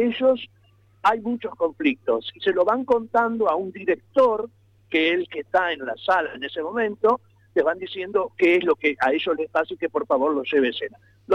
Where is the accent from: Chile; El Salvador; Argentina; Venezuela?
Argentina; Paraná, Entre Ríos; moved away as an adult; also born or lived in Buenos Aires; Soy una persona de Paraná. Me formé prácticamente, comencé en Paraná, pero me fui a Buenos Aires y estuve toda mi juventud trabajando y formándome en CABA, de Buenos Aires, y hace ya 20 años que estoy de regreso a mi ciudad, Paraná